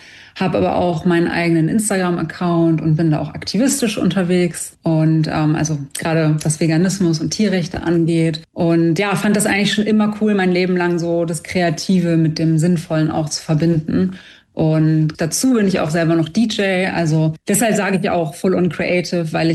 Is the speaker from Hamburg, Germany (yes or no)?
yes; Hamburg, Germany; Na, dann auf jeden Fall Hamburg, ist ja klar. Meine Heimat.